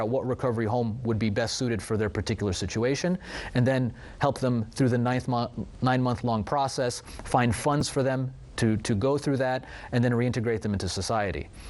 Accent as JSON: {"language": "English", "town": "Atlanta", "region": "Georgia", "country": "United States", "said": "we met a guy, and I'm from Atlanta, he was from Atlanta, and we just connected"}